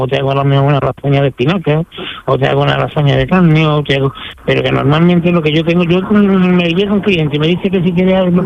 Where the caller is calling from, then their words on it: Seville, Andalusia, Spain; En casa, aquí en Pinomontano.